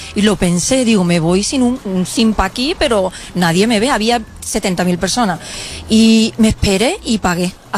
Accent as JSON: {"language": "Spanish", "town": "Málaga", "region": "Andalusia", "country": "Spain", "said": "Que nosotros somos de Málaga."}